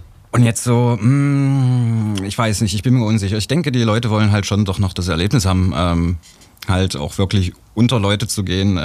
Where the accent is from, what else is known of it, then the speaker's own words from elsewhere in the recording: Wurzen, Saxony, Germany; now in Leipzig, Germany; ich komme aus Wurzen